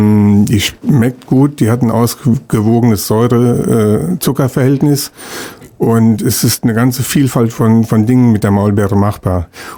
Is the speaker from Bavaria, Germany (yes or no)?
no; Oberdünsebach, Hesse, Germany; Und so war das auch hier bei uns hier im Werra-Meißner-Kreis und auch bei mir in Oberdünsebach, wo ich herkomme.